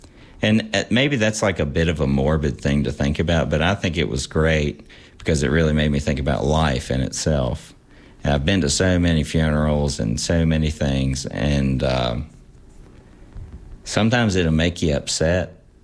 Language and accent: English; Clifton Forge, Virginia, United States; And that's what it was like growing up in Clifton Forge.